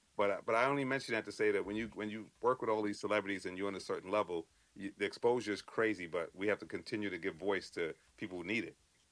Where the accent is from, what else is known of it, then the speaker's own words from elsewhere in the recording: New York City, New York, United States; now in Connecticut, United States; I'm from New York, from the Bronx. My family's from Antigua and Barbuda, the Caribbean. I'm barred in New York, although I live in Connecticut now.